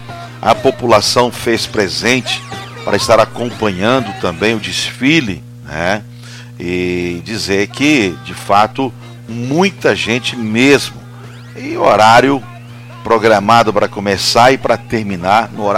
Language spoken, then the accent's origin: Portuguese; São Paulo, Brazil; moved away as an adult; Eu que sou do interior de São Paulo, estou aqui há 16 anos, né?